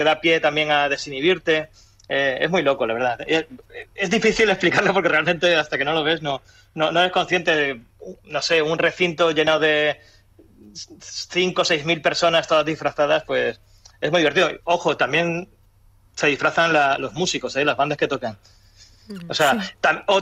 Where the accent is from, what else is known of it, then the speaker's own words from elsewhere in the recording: Málaga, Andalusia, Spain; nosotros para empezar somos malagueños